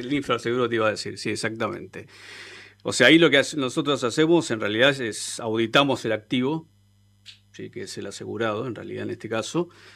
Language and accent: Spanish; Santiago del Estero, Argentina; Santiagueño, sí, obviamente. Sí